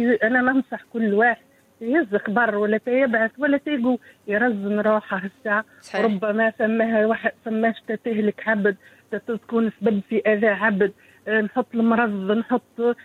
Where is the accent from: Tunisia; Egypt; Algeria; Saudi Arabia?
Tunisia; southern Tunisia; born there; moved away; وانا نكون في الجنوب اصلي من الجنوب